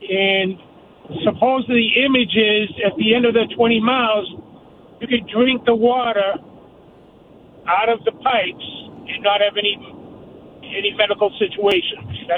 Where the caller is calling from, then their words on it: Quincy, Massachusetts, United States; I'm from Quincy